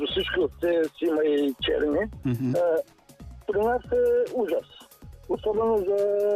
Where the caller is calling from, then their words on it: Ruse, Ruse Province, Bulgaria; В момента се обаждам от това, но по принцип съм от Русе.